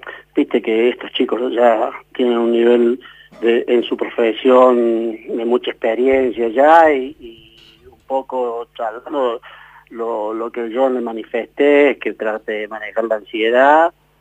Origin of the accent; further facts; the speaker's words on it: Argentina; now in Embalse, Argentina; como somos los argentinos